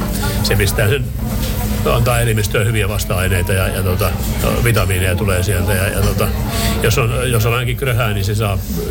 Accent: Oulu, North Ostrobothnia, Finland; moved away; mukava tulla kahville Ouluun, kun mä oon täältä kotoisin kerran, niin se on sitten kotoisaa kieltä kuunnella täällä sun Oulussa.

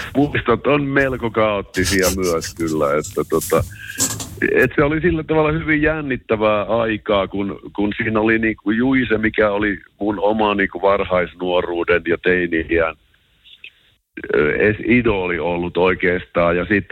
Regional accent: Joensuu, North Karelia, Finland; me tultiin Joensuusta

